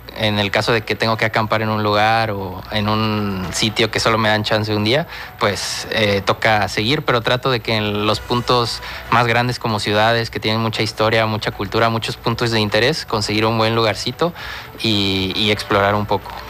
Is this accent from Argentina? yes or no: no; San Luis Potosí, Mexico; moved away; yo soy de la ciudad de San Luis Potosí, soy mexicano